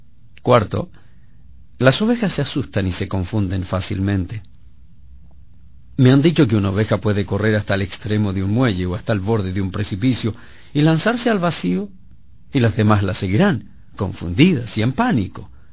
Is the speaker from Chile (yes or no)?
yes; Punta Arenas, Magallanes and Chilean Antarctica, Chile; moved away; mi ciudad de origen, en Punta Arenas, Chile, zona donde existen muchas ovejas.